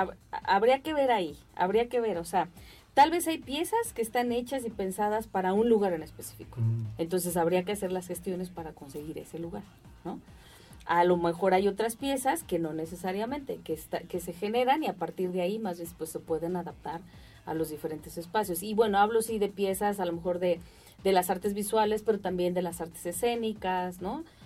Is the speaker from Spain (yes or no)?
no; Michoacán, Mexico; now in Mexico City, Mexico; Yo soy de aquí de Michoacán, radico actualmente en Ciudad de México, pero hay un fuerte vínculo todavía con la ciudad y con el estado